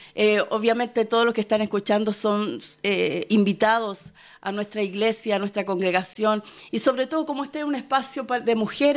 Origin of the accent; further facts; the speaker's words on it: Penco, Biobío, Chile; Usted puede ser de Penco, de donde yo vengo, y queda un par de minutos.